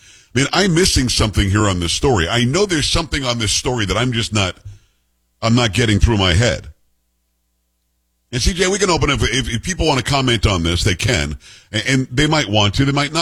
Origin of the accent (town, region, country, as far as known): Florida, United States; born or raised there